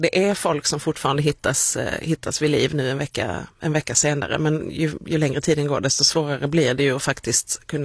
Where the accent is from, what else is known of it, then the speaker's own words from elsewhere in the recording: Skåne, Sweden; Heidenberg. Ja, men jag är skåning så det låter ju som det